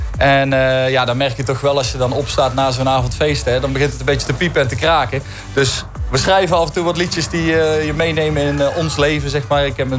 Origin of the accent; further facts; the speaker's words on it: Drunen, North Brabant, Netherlands; Ik kom uit Drunen natuurlijk. Dus dat is een kwartiertje rijden.